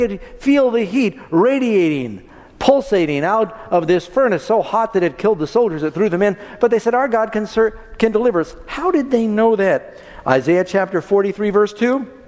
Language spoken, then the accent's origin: English; New York City, New York, United States; I remember I grew up in New York City, and first time I read chaff in the Bible, I had no idea what that was.